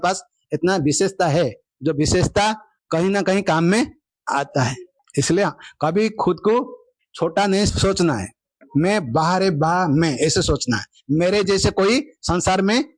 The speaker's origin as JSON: {"language": "Hindi", "region": "Odisha", "country": "India", "tie": "born or raised there", "said": "हमारा कॉलेज हमारा गांव में नहीं रहता था उड़ीसा में सर"}